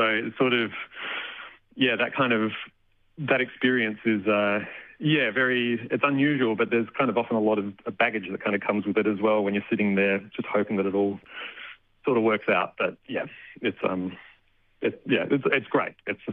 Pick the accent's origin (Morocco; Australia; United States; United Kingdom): Australia; Aberfoyle Park, South Australia; born or raised there; also born or lived in Melbourne